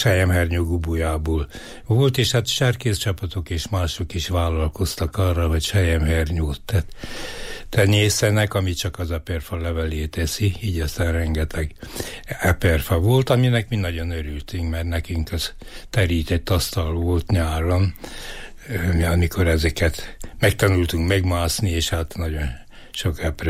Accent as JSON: {"language": "Hungarian", "town": "Eger", "region": "Heves", "country": "Hungary", "tie": "born or raised there", "said": "Én vagyok az első, aki Lajosvárosban született. Tehát valóban innen nőttem fel"}